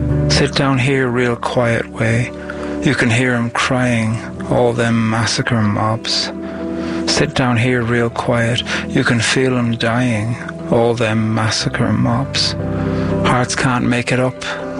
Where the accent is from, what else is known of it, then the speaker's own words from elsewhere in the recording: Ireland; I'm from Ireland and I'm a poet.